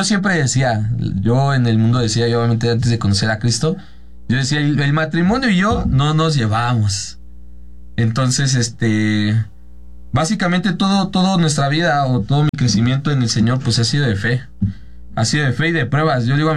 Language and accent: Spanish; Teotihuacán, State of Mexico, Mexico; now in Mexico City, Mexico; yo vivía en Teotihuacán, técnicamente yo era de allá.